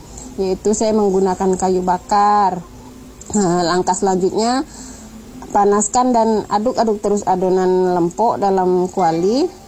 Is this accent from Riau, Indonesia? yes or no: yes; Riau, Indonesia; born there; Sama seperti daerah kelahiran saya di Riau, di sana dinamakan lempok durian.